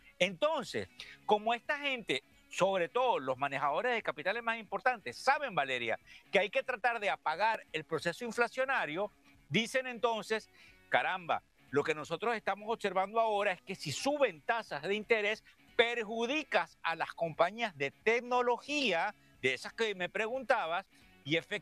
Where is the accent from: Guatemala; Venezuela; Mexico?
Venezuela; yo soy el venezolano de negocios televisión y soy refranero, ya me he puesto grande, como diríamos, mayor.